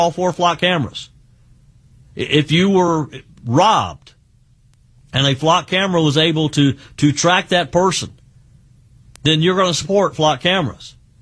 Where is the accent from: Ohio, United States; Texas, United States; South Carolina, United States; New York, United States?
South Carolina, United States